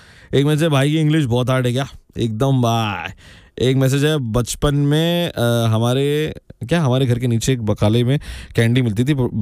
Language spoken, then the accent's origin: Hindi; Delhi, India; मैं जहाँ से आता हूँ दिल्ली पटला उसे